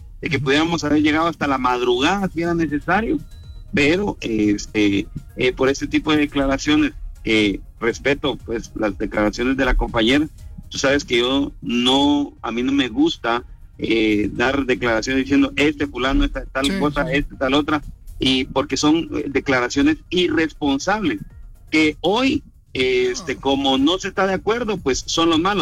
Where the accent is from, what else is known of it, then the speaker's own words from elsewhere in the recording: Guatemala; nosotros como guatemaltecos